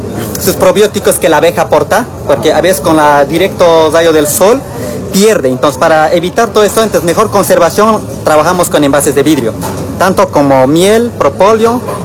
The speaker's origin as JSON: {"language": "Spanish", "town": "Chimoré", "region": "Cochabamba", "country": "Bolivia", "said": "Somos de Chimoré, la asociación Adach."}